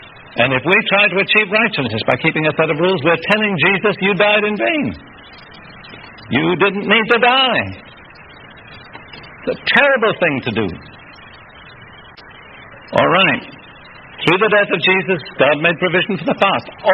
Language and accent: English; United Kingdom; but I grew up in the Anglican Church in Britain.